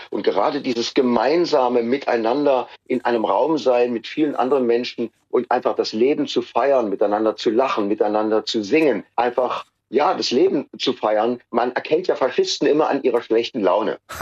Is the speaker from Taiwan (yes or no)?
no; East Germany, Germany; Weil ich als Ossi die Stimme erhebe und einfach versuche, auch als Stimme des Ostens sozusagen laut zu sein